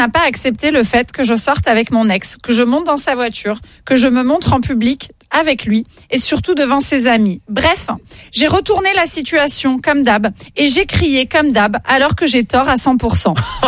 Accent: Tunisia; j'ai grandi en Tunisie.

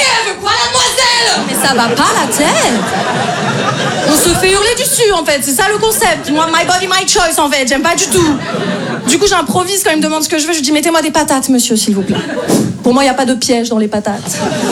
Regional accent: Paris, Île-de-France, France; moi je viens de Paris.

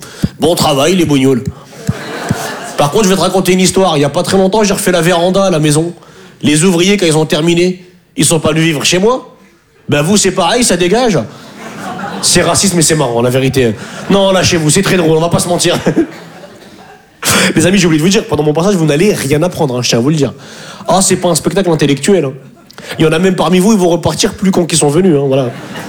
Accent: Hauts-de-France, France; now in Paris, France; Moi, je suis un ch'ti. Je viens du nord de la France.

